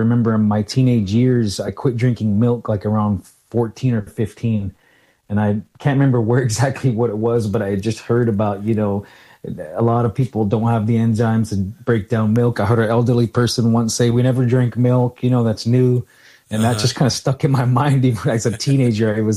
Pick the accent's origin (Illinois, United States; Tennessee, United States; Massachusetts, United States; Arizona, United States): Arizona, United States; Salt River; born or raised there